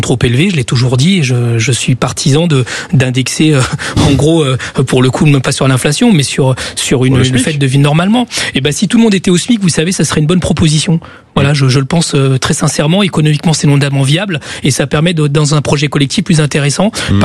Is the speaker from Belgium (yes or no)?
no; Chile; Ça a existé dans mon pays d'origine qui s'appelle le Chili.